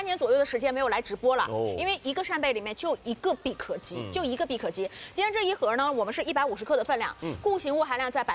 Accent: Shanghai, China; 因为我们上海人吃这个吃的不太多

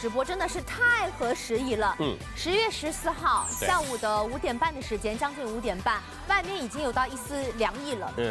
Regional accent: Shanghai, China

